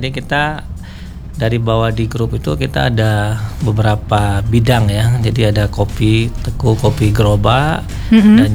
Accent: Aceh, Indonesia; Saya asli dari Aceh.

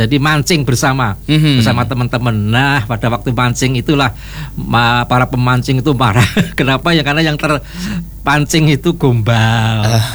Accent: Yogyakarta, Special Region of Yogyakarta, Indonesia; saya ini kan kecilnya ada di Kali Codi Mas, di pinggiran kali.

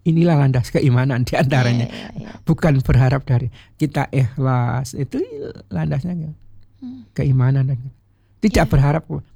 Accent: Java, Indonesia; saya dari Jawa Mbak ya, asli Jawa.

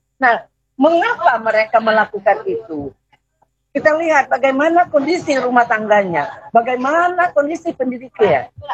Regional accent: Palembang, South Sumatra, Indonesia; Karena kita orang Palembang

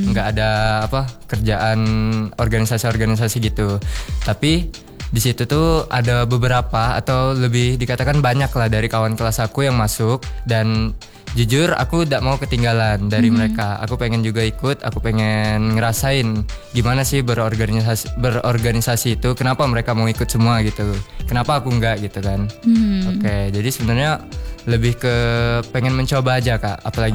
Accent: Palembang, South Sumatra, Indonesia; Kalau aku juga dari Palembang.

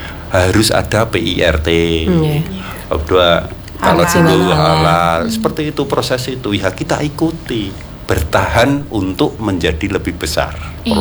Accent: Java, Indonesia; karena kita orang Jawa, kita lebih kuat pada sisi religinya.

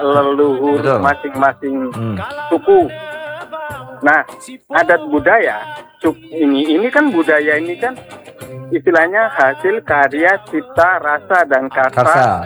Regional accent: Java, Indonesia; Walaupun saya suku Jawa.

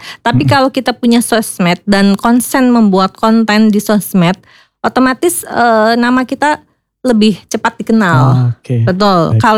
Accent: Purbalingga, Central Java, Indonesia; Saya dari Purbalingga.

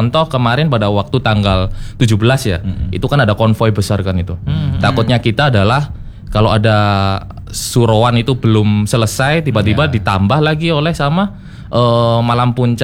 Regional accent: Surabaya, East Java, Indonesia; Bahwasanya saya asli Surabaya, Mas. Jadi saya asli Surabaya, kampung dan juga pinggiran kota Surabaya.

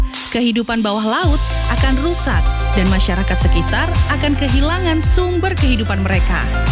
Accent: Java, Indonesia; Iya sih, apalagi bahasa Jawa ini kan juga identitas kita sebagai wong Jawa. Jadi harus bisa dipertahankan dan dilestarikan.

